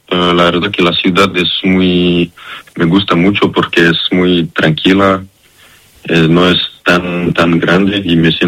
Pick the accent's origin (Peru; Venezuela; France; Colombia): France; Spanish is a second language; yo nací en Francia con mi hermano. Y si no, tengo toda mi familia de Serbia y en casa hablamos serbio, voy a Serbia, Belgrado cada año. Y que si no, yo con Francia, solo nací en Francia y crecí en Francia.